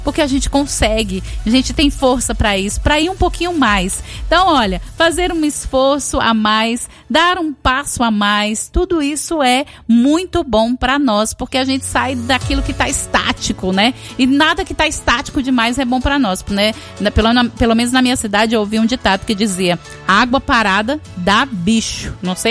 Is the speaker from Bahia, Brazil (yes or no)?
yes; Vitória da Conquista, Bahia, Brazil; ela é de Vitória da Conquista, na Bahia, minha terra mais linda e maravilhosa.